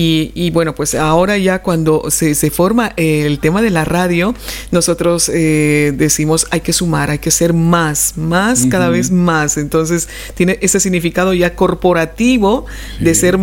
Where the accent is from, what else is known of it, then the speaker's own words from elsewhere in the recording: Bolivia; moved away; no, soy boliviana, orgullosamente boliviana, pues no lo creían, porque tampoco aquí habemos muchos residentes de Bolivia.